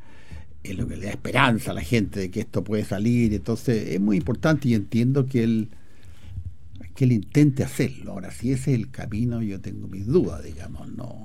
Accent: Chile

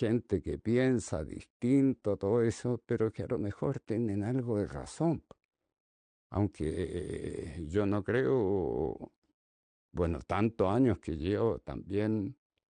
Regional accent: Chile; porque en Chile yo me doy cuenta que siempre estamos experimentando.

